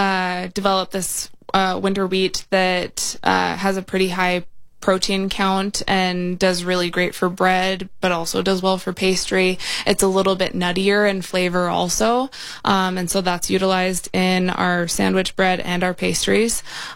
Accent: Minnesota, United States; You know, I grew up on the White Earth Reservation, and so I have a preference.

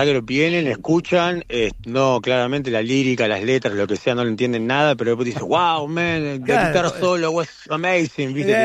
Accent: Argentina; now in Waiheke Island, New Zealand; Y yo te puedo asegurar que éramos fácil 300, 350 argentinos.

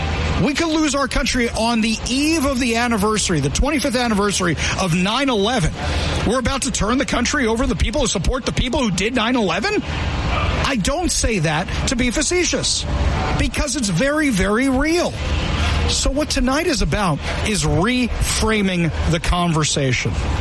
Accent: Seattle, Washington, United States; Every single person, when they find out I'm from Seattle, oh, I'm sorry.

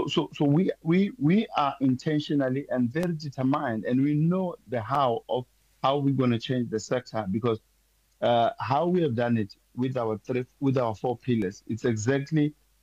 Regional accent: Soweto, Gauteng, South Africa; a Soweto-born boy, born and brought up in Soweto

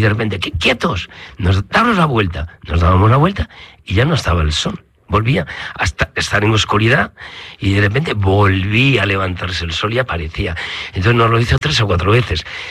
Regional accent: Ourense, Galicia, Spain; Yo soy niño de aldea, tengo la suerte de... Soy de Ourense capital, pero soy niño de aldea. Entonces hemos tenido contacto con la naturaleza.

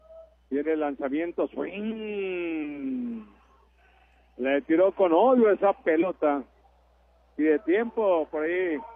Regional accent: Cuauhtémoc, Chihuahua, Mexico; Oiga, Martín, yo soy de Cuauhtémoc. Soy de Cuauhtémoc.

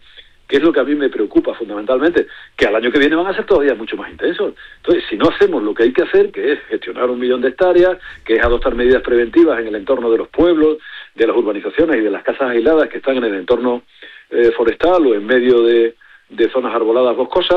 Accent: Extremadura, Spain; en León, en Zamora, en Ourense y en Cáceres, en mi tierra

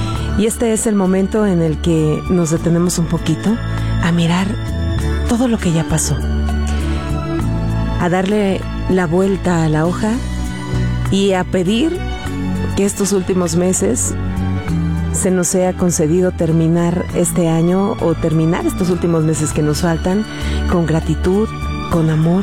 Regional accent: Mexico; nuestro país, por nuestra cultura, nuestras tradiciones, por lo que nos representa, por nuestra identidad como mexicanos.

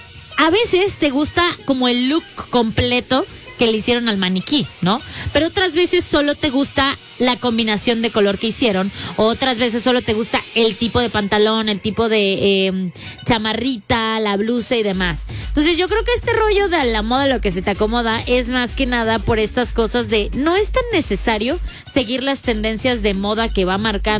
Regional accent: Spain; Es Shrek. Es que yo vengo de España.

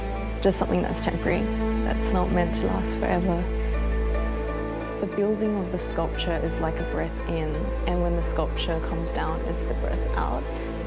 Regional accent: New Zealand; also born or lived in Taiwan; now in Australia; I was born in Taiwan, grew up in New Zealand, and spent most of my life here in Australia.

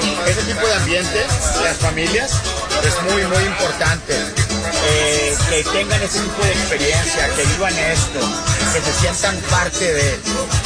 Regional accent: Monterrey, Nuevo León, Mexico; now in Houston, United States; Pues, yo soy de Monterrey.

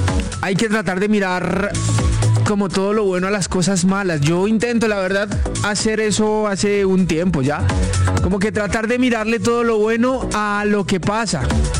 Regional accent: Colombia; hemos vivido como colombianos.

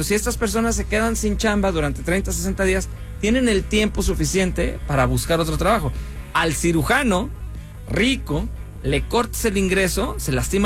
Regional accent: Guadalajara, Jalisco, Mexico; now in Culiacán, Mexico; Yo soy de Guadalajara, pero me fui a Culiacán porque eso, había bonanza, estaba todo muy chido.

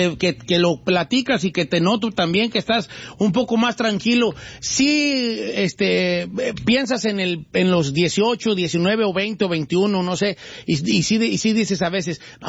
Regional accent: Michoacán, Mexico; Soy de un pueblo chico, nunca lo he dicho. Ah, soy de Michoacán, de acá del lado de Michoacán. Muy cerca de Guadalajara, por cierto.

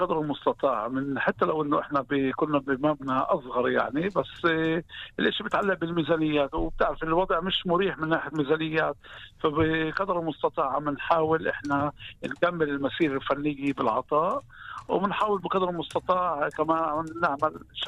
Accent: Haifa, Haifa District, Israel; عندنا بحيفا

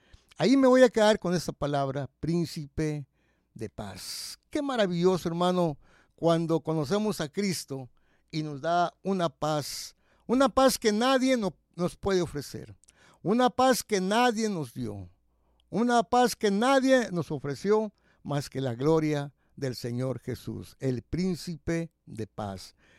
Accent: Ciudad Victoria, Tamaulipas, Mexico; born there; now in Monterrey, Mexico; Hace un par de años fui a Ciudad Victoria. Ahí nací en Ciudad Victoria.

